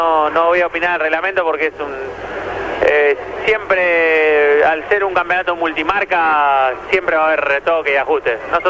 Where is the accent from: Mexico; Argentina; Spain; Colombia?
Argentina